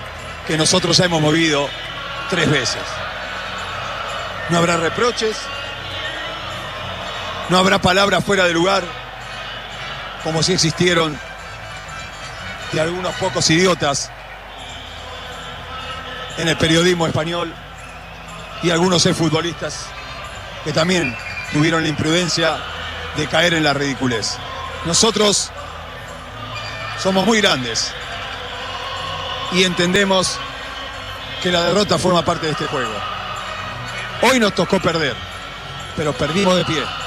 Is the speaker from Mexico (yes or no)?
no; Argentina; nosotros los argentinos